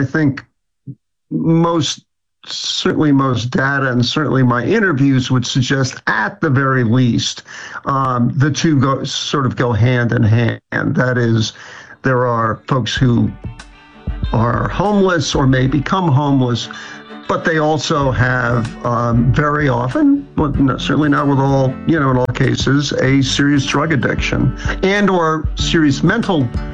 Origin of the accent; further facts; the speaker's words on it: New York City, New York, United States; born or raised there